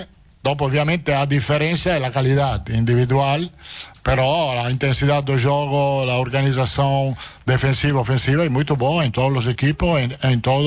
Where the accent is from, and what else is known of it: Italy; Portuguese is a second language